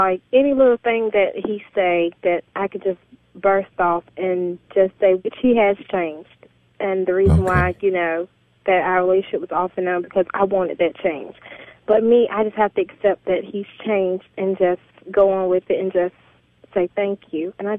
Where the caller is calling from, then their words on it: Carolina, United States; I'm calling from Carolina.